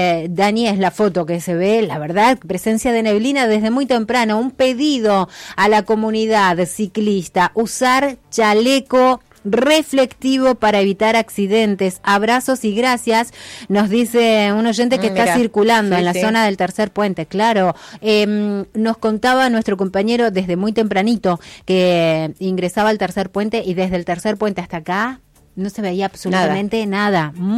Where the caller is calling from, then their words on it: San Antonio Oeste, Río Negro, Argentina; Desde San Antonio Oeste.